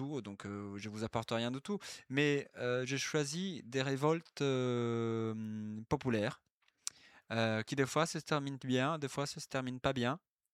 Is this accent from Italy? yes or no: yes; Italy; French is a second language; now in Avignon, France; je suis italien. Des fois, je n'arrive pas à prononcer comme je voudrais les mots en français.